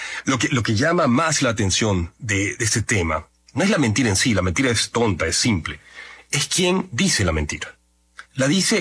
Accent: Ecuador

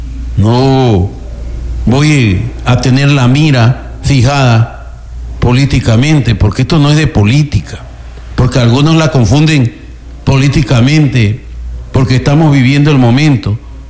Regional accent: Santa Elena, Ecuador; Nosotros somos la provincia de Santa Elena

